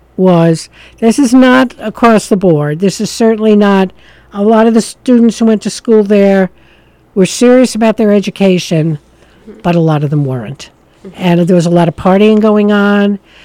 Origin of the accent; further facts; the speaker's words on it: Syracuse, New York, United States; moved away as an adult; I come from Syracuse, New York.